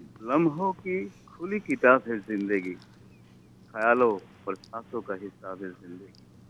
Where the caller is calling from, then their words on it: Ramkrishna Nagar, Assam, India; मेरा गांव का नाम है राम कृष्ण नगर, डिस्ट्रिक्ट है करीमगंज, आसाम से